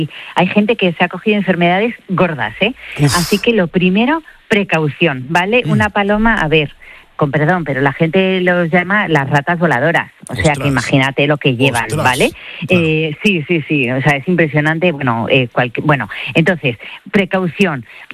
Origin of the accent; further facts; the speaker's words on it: Spain